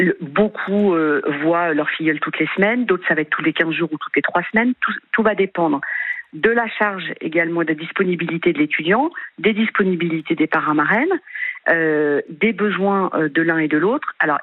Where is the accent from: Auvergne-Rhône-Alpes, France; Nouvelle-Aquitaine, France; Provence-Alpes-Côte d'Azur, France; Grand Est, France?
Auvergne-Rhône-Alpes, France; Lyon; C'est quand même, je suis une pure lyonnaise.